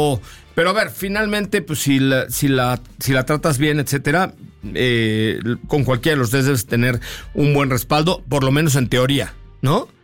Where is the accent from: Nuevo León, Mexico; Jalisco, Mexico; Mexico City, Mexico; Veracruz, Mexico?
Mexico City, Mexico; born there